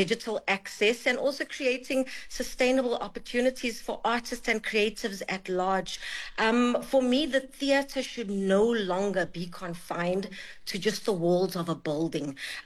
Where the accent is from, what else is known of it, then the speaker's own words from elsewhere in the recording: Durban, KwaZulu-Natal, South Africa; I'm from KZN, I'm from Durban. I was at the Playhouse every other weekend